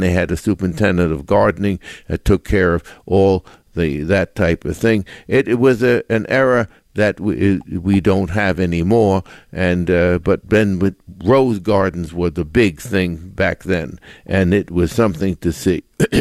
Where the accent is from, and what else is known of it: Long Island, New York, United States; born or raised there